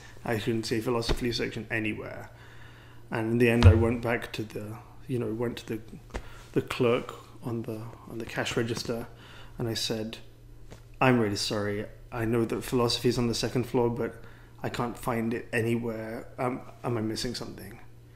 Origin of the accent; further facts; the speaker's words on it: England, United Kingdom; accent: English; now in United States; I'm from England originally, and I hope that I have retained my English accent.